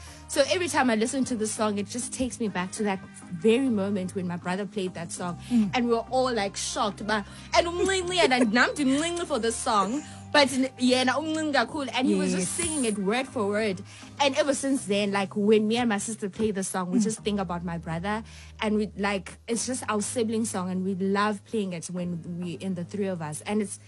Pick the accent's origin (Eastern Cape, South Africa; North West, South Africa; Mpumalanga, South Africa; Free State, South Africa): Eastern Cape, South Africa; Queenstown; we're from Queenstown. We grew up there.